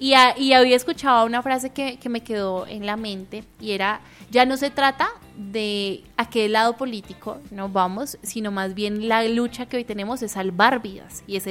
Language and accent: Spanish; Colombia; hoy como colombianos